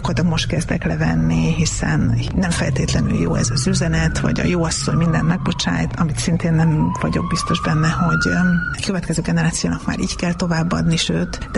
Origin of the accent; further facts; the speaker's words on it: Tiszaföldvár, Jász-Nagykun-Szolnok, Hungary; born there; Tiszaföldváron, Tiszaföldváron születtem, és én vagyok a családnak az ötödik lánya.